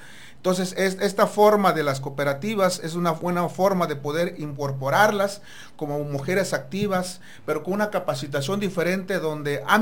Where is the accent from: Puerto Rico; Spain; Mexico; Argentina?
Mexico; y obviamente como mexicanos de aquí